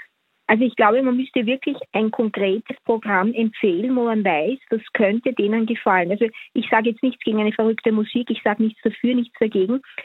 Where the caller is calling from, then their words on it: Vienna, Austria; Ich rufe aus Wien an.